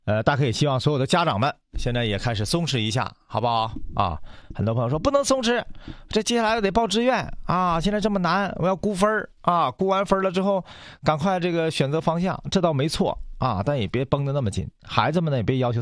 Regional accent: China

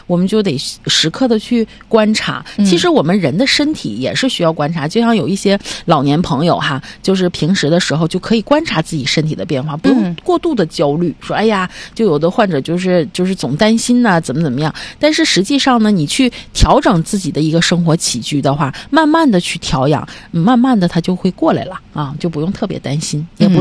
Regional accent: China

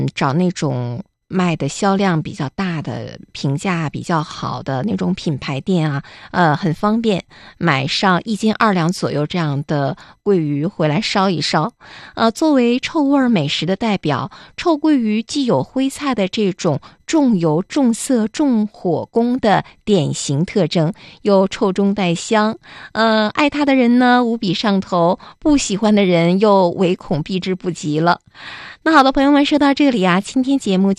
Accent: Northeast China, China; 这盐碎咱们东北人其实就是香菜啊，南方人愿意叫盐碎

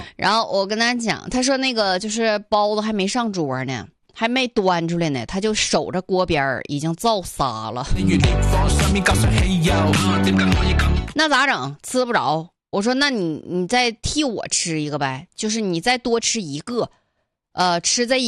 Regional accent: Northeast China, China

